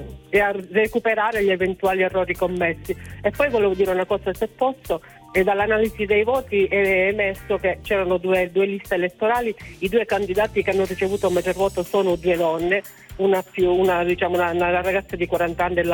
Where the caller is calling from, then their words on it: Polizzi Generosa, Sicily, Italy; sono di Polizia Generosa, provincia di Palermo, Sicilia. Ieri si sono stimate le elezioni nel nostro paese, che è una piccola comunità di 2500 abitanti.